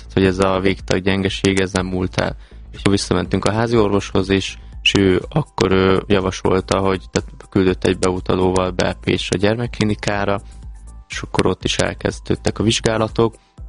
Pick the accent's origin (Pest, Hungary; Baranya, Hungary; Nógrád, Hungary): Baranya, Hungary; Nagyváty; ugye a apukám maradt otthon a bátyámmal ugye Pécs mellett, Nagyvátyon, ugye a szülőfalumba